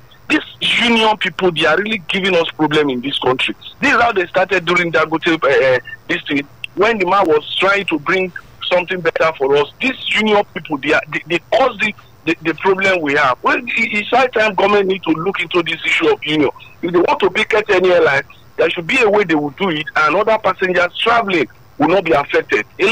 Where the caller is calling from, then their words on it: Lagos, Nigeria; I'm calling from Becker.